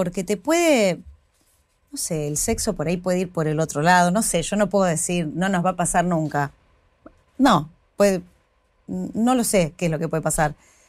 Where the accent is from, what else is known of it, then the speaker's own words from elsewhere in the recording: Tandil, Buenos Aires Province, Argentina; moved away as an adult; Viví con tres amigas cuando tenía 25 y fue la única, de 22 a 20 y pico, que fue ni bien me vine de Tandil a vivir acá, con mi prima Vale también